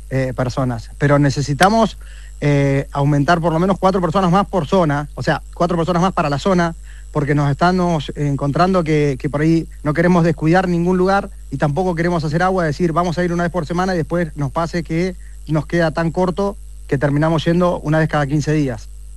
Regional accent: General Villegas, Buenos Aires Province, Argentina; yo nací y me crié en Villegas, o sea, fui toda la vida en Villegas

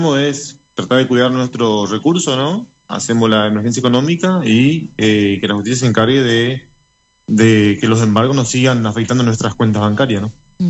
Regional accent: Corrientes, Argentina; nosotros somos de Guaraví, la localidad de Guaraví.

